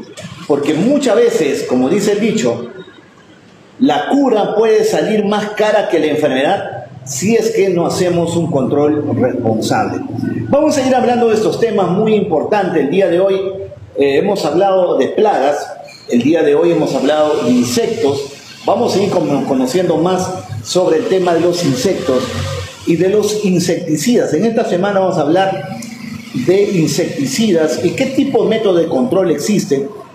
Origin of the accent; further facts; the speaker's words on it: Pichanaki, Junín, Peru; moved away as an adult; regresar a mi pueblo, acá, bueno, he estado en Pucallpa también un tiempo